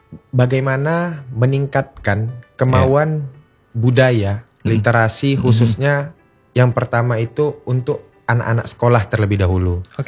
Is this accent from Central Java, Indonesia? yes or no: no; Riau, Indonesia; karena saya dari Rokan Hulu, ada yang namanya mandi patang belimau, acara sebelum puasa